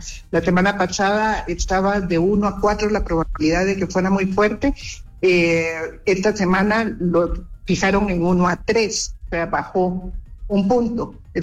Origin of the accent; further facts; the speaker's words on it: Guatemala City, Guatemala Department, Guatemala; aquí como buenos capitalinos